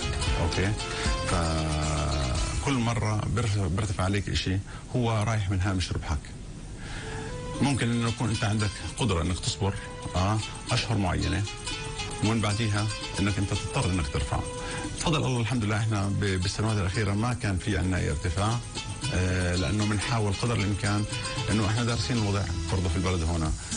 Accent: Nablus, West Bank, Palestine; واحنا نفتخر انه في عندنا بنابلس مصنع الزيوت النباتيه،

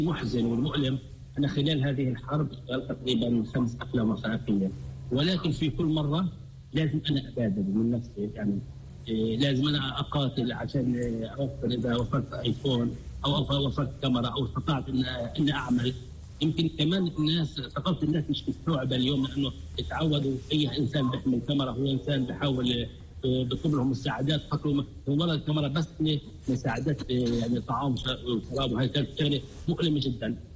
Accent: Gaza, Gaza Strip, Palestine; عندنا في غزة

